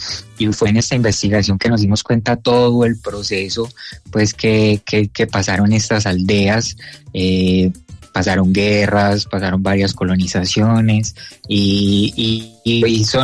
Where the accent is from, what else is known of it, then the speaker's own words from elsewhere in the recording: Santa Bárbara, Antioquia, Colombia; now in Portugal; que soy de Santa Bárbara, Antioquia